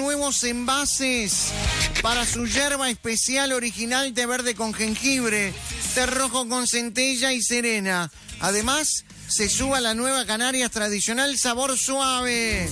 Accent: Uruguay; somos charrúas

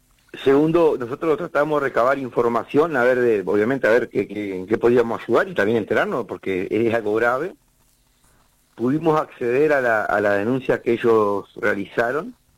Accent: Cerro Chato, Uruguay; en Cerro Chato, en mi pueblo.

